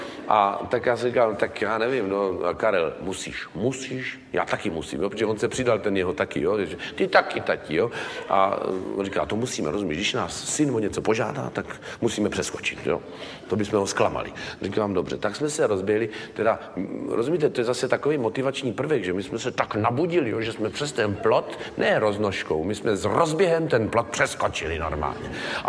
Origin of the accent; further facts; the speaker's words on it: Třebíč, Vysočina Region, Czechia; born there; kterou jsme jeli po Třebíči po mém rodném městě